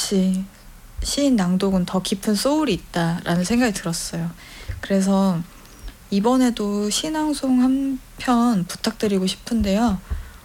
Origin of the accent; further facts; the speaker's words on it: Chungcheong, South Korea; 저는 충청도 사람이라